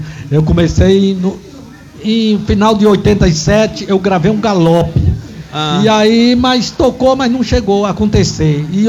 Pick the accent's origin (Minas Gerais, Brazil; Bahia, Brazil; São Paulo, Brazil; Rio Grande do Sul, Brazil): Bahia, Brazil; Santa Luz; Eu sou de Santa Luz, a terra que era a terra do Onça, jogador que jogou no Flamengo, jogou no Corinthians. É Santa Luz.